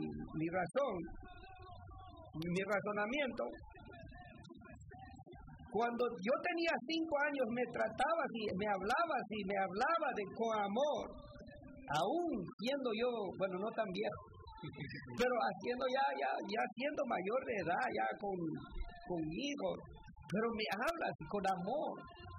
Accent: Nahualá, Sololá, Guatemala; moved away; allá en mi pueblo de Nahualá, Guatemala.

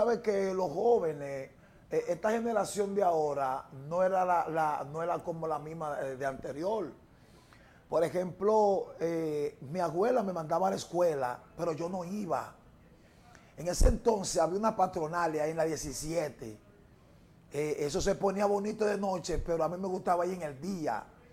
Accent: Dominican Republic; Vengo desde el barrio 27 de febrero.

